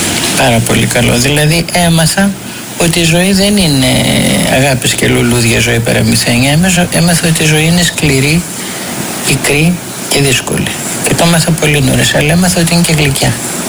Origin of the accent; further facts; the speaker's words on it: Greece; μέναμε στο κέντρο. Εγώ γεννήθηκα στην Αγίου Κωνσταντίνου